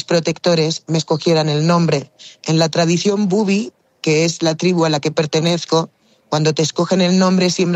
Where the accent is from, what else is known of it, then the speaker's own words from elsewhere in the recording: Balearic Islands, Spain; born there; Pero claro, yo nací en Mallorca